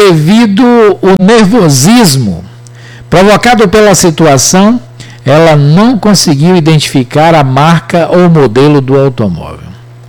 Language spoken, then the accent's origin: Portuguese; Maragogipe, Bahia, Brazil; Maragogipe, Bahia, minha terrinha.